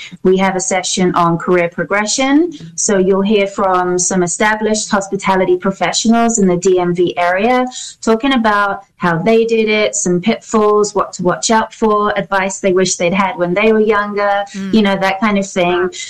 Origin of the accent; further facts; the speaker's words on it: London, United Kingdom; moved away as an adult; also born or lived in New York City; now in United States; I'm from London. That's where the accent is from. And that's really where I got my education in the spirits world and the hospitality industry. But I moved over to the US nearly 20 years ago now